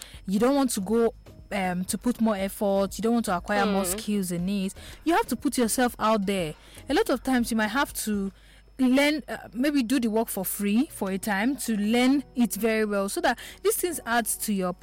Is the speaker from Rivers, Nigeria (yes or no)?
no; Enugu, Enugu State, Nigeria; from Enugu. Okay. Okay. From Enugu.